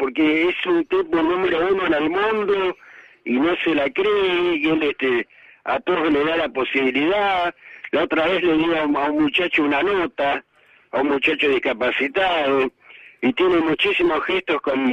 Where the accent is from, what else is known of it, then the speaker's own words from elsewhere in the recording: Mar del Plata, Buenos Aires Province, Argentina; Yo nací en Mar del Plata, criado en Mar del Plata, todo aquí en Mar del Plata.